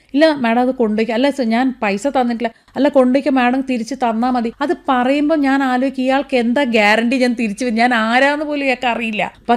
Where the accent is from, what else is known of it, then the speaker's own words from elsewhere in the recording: Kerala, India; Actually മധ്യ തിരുവനന്തപുരത്തു നിന്നാണ് ഞാൻ വരുന്നത്. അപ്പോൾ കോട്ടയത്തെ ആ ഒരു ഭാഷാ രീതിയാണ് ഞാൻ അഡാപ്റ്റ് ചെയ്തത്.